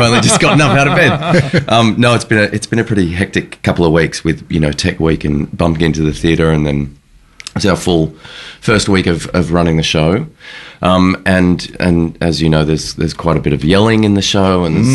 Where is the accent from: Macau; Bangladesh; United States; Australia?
Australia; Jindabyne, New South Wales; Oh, look, I'm a country boy. I grew up in Jindabyne in rural New South Wales.